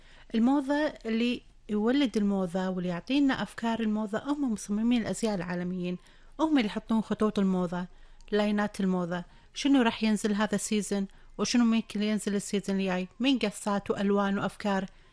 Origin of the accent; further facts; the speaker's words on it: Kuwait; كمجتمع خليجي، كنساء خليجيات، بنات كويتيات،